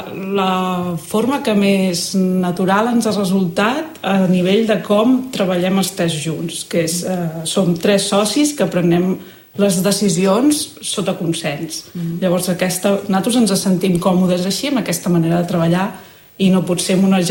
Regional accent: Sabadell, Catalonia, Spain; now in Tarragona, Spain; Jo soc de Sabadell.

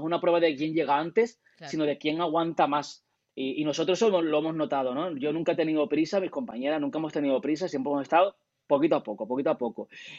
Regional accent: Andalusia, Spain; accent: Andalusian; el 80, 90% de los integrantes somos andaluces

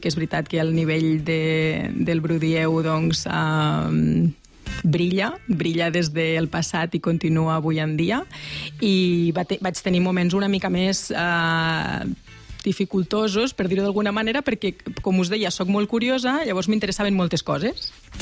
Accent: La Seu d'Urgell, Catalonia, Spain; born there; also born or lived in Barcelona; primer van explorar els meus pares pel territori i van arribar a la Seu, els hi va agradar moltíssim i quan vaig tenir aproximadament 5 anys em van portar cap aquí.

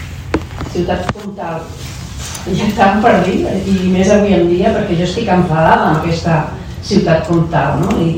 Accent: Catalonia, Spain; on ja passejant per allà als anys 90 jo ja no reconeixia el meu barri, on he treballat, al carrer La Cera, on he anat a escola, al carrer Parlament, i avui en dia jo no reconec res d'aquesta ciutat

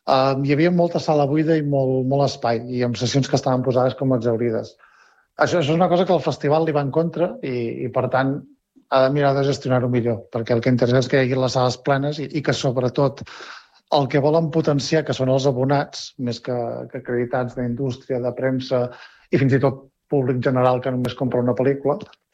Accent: Catalonia, Spain; sobretot qui vingui de fora, com és el nostre cas, no? Jo en el meu cas vinc del Ripollès

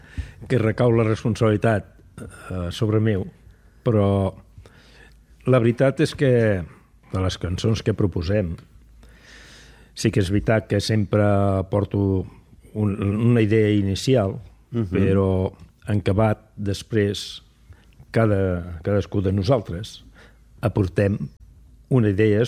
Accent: Sant Vicenç dels Horts, Catalonia, Spain; A Sant Vicenç dels Horts

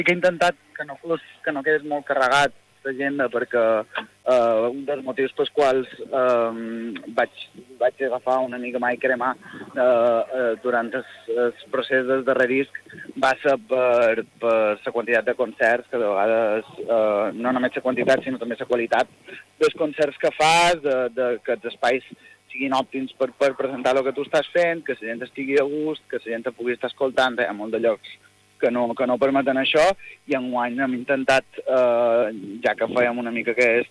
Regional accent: Santa Maria del Camí, Balearic Islands, Spain; Santa Maria del Camí, en el meu poble

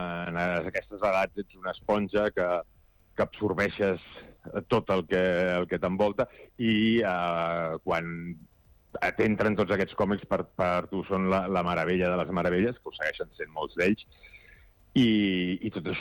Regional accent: Badalona, Catalonia, Spain; jo sóc de Badalona

